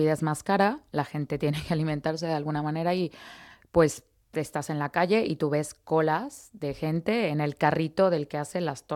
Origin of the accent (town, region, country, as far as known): Mexico; moved away